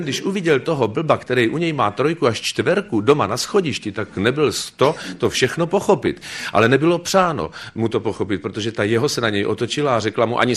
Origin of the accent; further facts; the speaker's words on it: Třebíč, Vysočina Region, Czechia; also born or lived in Brno; now in Prague, Czechia; že jsem přijel z Prahy kvůli tomu, abych si já, Třebíčák, s vámi povyprávil o Brně. Ale za chvilku pochopíte, že to tak úplně absurdní není. Já jsem tady v Brně přece strávil 25 let